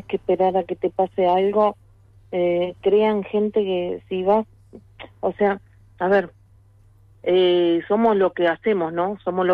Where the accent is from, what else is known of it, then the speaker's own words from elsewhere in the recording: Uruguay; ¿Te parece que una uruguaya, pues yo soy uruguaya, amo mi país, pero yo tener que estar diciendo que en Buenos Aires me salvaron la vida